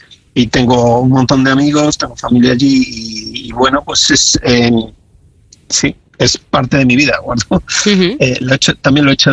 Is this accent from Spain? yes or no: yes; Valladolid, Castile and León, Spain; yo soy de Valladolid, me he criado en Valladolid, he vivido prácticamente toda la vida en Valladolid, he estudiado en la Escuela de Arte de Valladolid